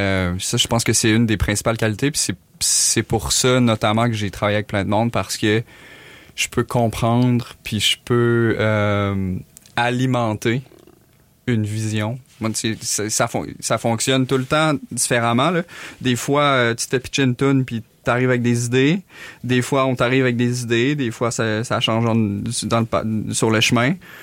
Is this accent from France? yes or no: no; Quebec City, Quebec, Canada; now in Montreal, Canada; Je viens de Québec, ouais.